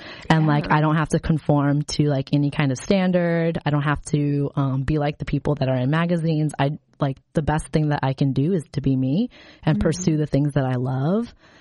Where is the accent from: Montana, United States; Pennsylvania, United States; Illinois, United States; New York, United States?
Illinois, United States; Chicago; also born or lived in Indiana; we had moved from the city. Like I grew up in Chicago and we had moved to a very rural town in Indiana.